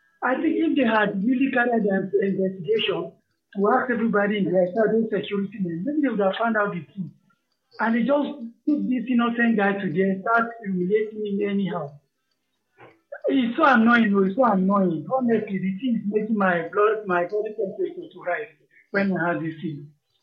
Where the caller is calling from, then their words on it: Ota, Ogun, Nigeria; I'm calling from Ota.